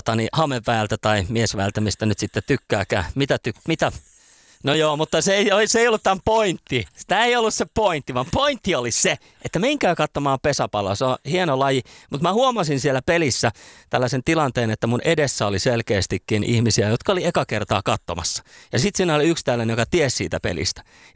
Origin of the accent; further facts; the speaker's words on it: Kitee, North Karelia, Finland; olin äitienpäivän vietossa kotikulmilla ja sitten huomasin siinä, että hetkinen, sunnuntai-iltana niin Kiteen pallo starttaa kautensa Vimpelin vetoa vastaan